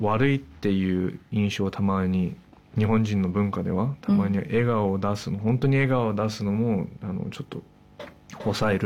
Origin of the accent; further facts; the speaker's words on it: Australia; ああこの先生は日本人でオーストラリアで生まれ育ったからって、